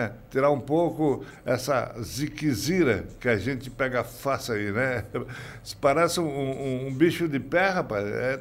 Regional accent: Rio Grande do Sul, Brazil; Opa, eu não sou gaúcho, sou gaúcho? Eu sou gaúcho.

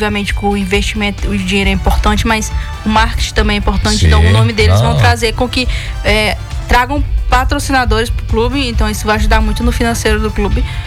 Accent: Pará, Brazil; A gente é paraense

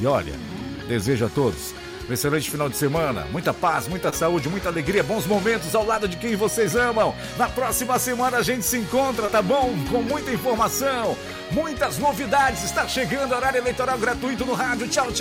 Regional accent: Alenquer, Pará, Brazil; Não acredito que foi para minha terrinha. Saiu para minha terrinha aqui.

